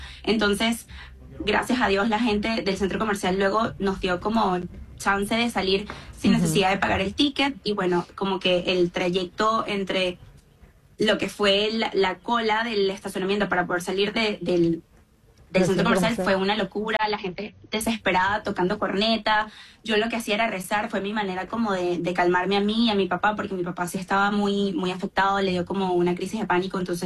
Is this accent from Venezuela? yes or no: yes; Venezuela; yo soy de aquí de Venezuela, ya está aquí en Venezuela.